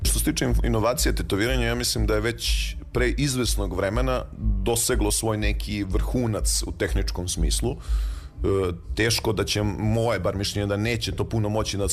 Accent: Gornji Milanovac, Moravica District, Serbia; born there; rodom sam iz Gornjeg Milanovca, već tetoviram već preko 15 godina.

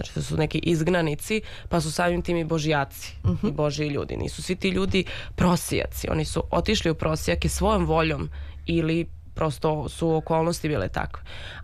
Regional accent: Serbia; Mi kao Srbi teško biramo da budemo srećni.

